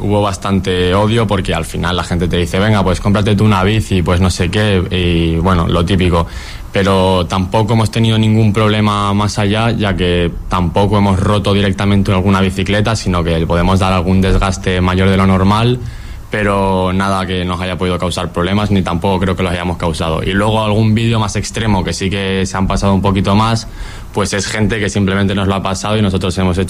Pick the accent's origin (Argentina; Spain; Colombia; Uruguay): Spain; Canary Islands; somos de Lanzarote